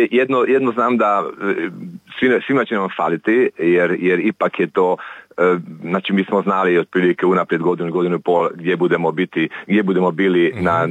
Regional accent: Szentpéterfa, Vas, Hungary; kod nas u Petrovom selu

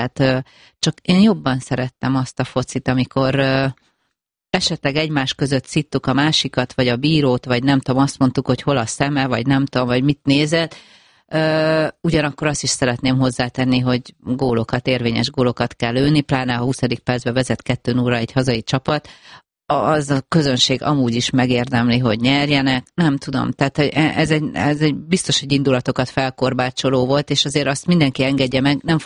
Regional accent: Hajdúböszörmény, Hajdú-Bihar, Hungary; also born or lived in Debrecen; Én a debreceni pályán nőttem fel hajdúböszörményiként

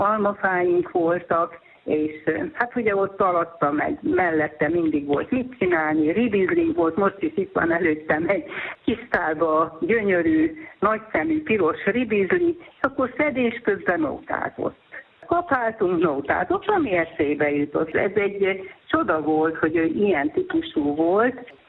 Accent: Transylvania, Romania; Mi Erdélyből származunk … és hát biztos hoztuk magunkkal a család.

